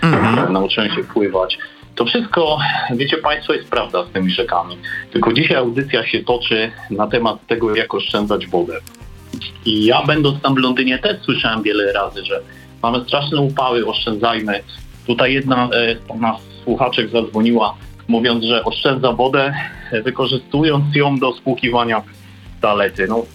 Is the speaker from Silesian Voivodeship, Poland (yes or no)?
no; Tomaszów Mazowiecki, Łódź Voivodeship, Poland; moved away as an adult; also born or lived in London; z Tomaszowa Mazowieckiego nad przepiękną rzeką Wilicą. To jest największy lewy dopływ Wisły w Polsce.